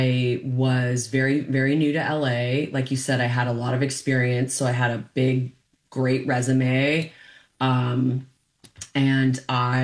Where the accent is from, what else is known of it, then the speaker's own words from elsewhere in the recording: Canada; I feel weirdly because of my childhood and the way I was raised and and being Canadian